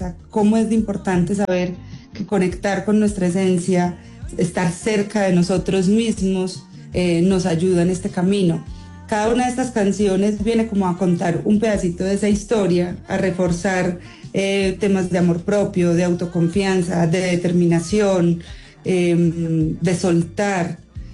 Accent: Colombia; moved away; also born or lived in United States / Mexico; Luego yo me fui de Colombia, entonces también por eso muchas personas uno piensa que la gente no se va a olvidar de uno

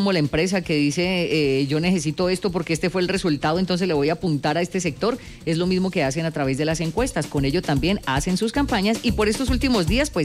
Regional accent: Colombia; que uno como ciudadano y como colombiano tiene todo el derecho de hacerlo

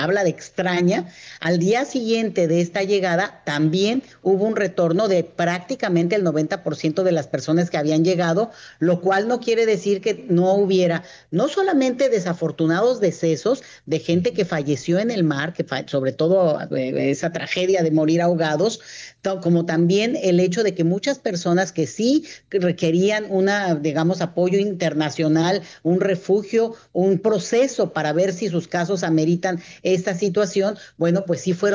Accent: Mexico; nos incluye como mexicanos

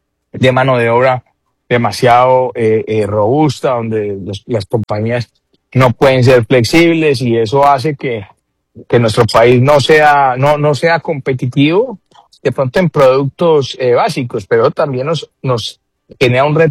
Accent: Colombia; voy a tratar de primero impulsar mi país, que es donde, pues, que es de donde soy

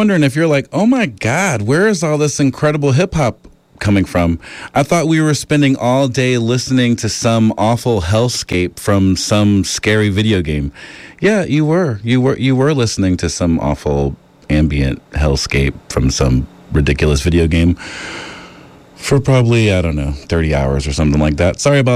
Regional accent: East Coast, United States; moved away; I'm originally from the East Coast about 100 years ago, and so when hip-hop was starting to really take hold, I was over there

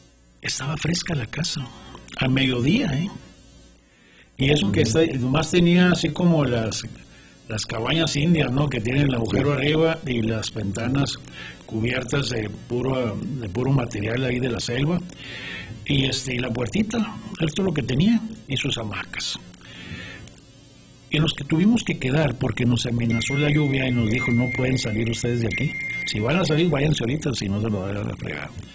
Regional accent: Ciudad Juárez, Chihuahua, Mexico; nosotros acá los juarenses

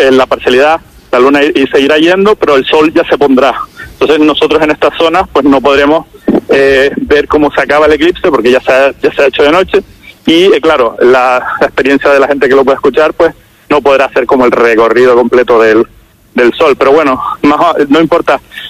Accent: Canary Islands, Spain; en Canarias, de donde soy yo.

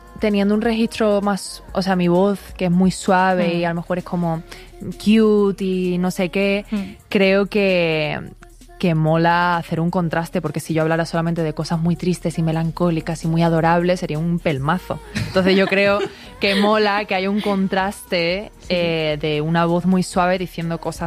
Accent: Andalusia, Spain; Esto, yo tengo esta nariz y esta cara porque soy de Andalucía.

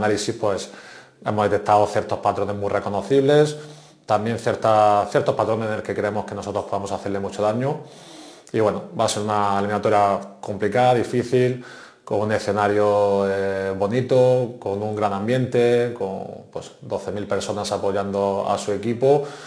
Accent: Almería, Andalusia, Spain; soy de Almería

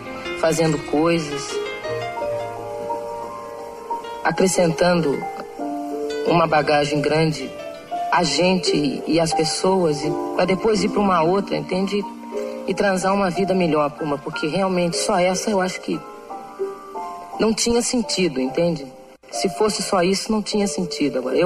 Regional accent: Porto Alegre, Rio Grande do Sul, Brazil; born there; Eu nasci em Porto Alegre, em 1945, no dia 17 de março.

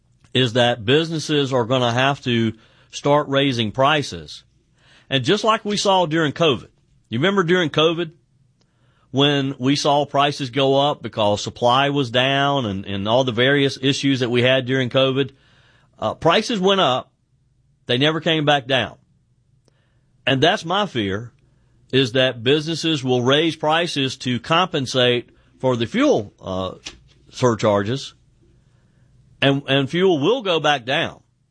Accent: South Carolina, United States; born there; Myrtle Beach, South Carolina, my home state

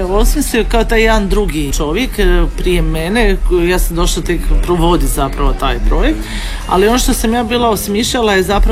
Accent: Zagreb, City of Zagreb, Croatia; Mi smo iz Novog Zagreba

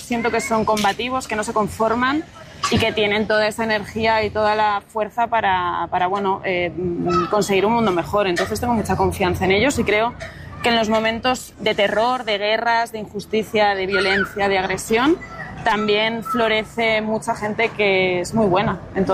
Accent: Segovia, Castile and León, Spain; Sí, yo soy de Segovia.

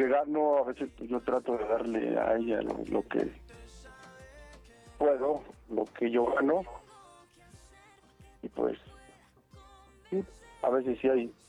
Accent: Texcoco, State of Mexico, Mexico; Bueno, yo soy de, somos de aquí de Texcoco, Estado de México.

